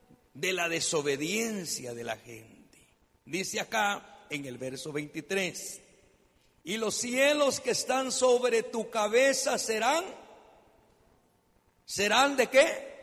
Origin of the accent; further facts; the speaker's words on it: San Pedro, Guatemala; moved away; Allá en mi pueblo había muchos ríos. Había un río que nosotros le llamábamos el Regadío, porque era un río bien bonito, con agua limpia, bastantes árboles